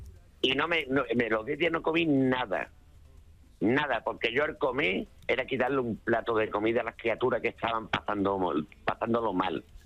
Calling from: Algeciras, Andalusia, Spain; yo soy funcionario del Ayuntamiento de Algeciras.

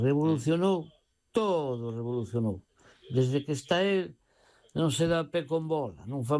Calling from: A Coruña, Galicia, Spain; Boa noite … de Coruña.

